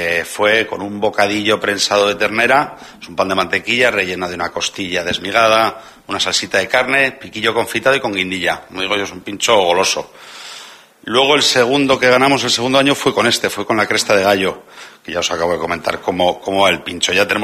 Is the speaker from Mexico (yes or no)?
no; Segovia, Castile and León, Spain; moved away; yo que soy de Segovia